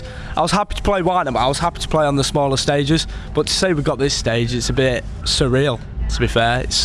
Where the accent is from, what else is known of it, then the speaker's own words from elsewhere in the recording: Matlock, East Midlands, United Kingdom; I'm literally from over that hill in Matlock. We can probably see my house